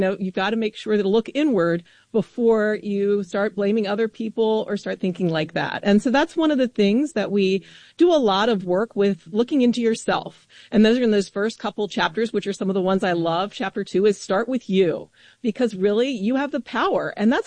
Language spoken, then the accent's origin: English; Maryland, United States; I'm from Maryland, grew up in a public school system